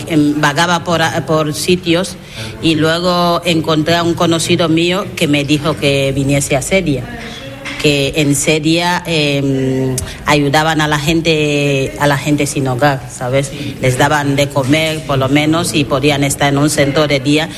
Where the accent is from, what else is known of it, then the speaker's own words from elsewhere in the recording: Equatorial Guinea; Spanish is a second language; moved away as an adult; now in Spain; le conocí en mi país, en Guinea.